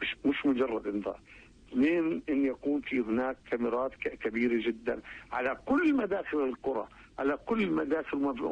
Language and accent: Arabic; Palestine; يعني أنا آسف إن أحكي يعني كفلسطينيين، نتعامل بردات الفعل.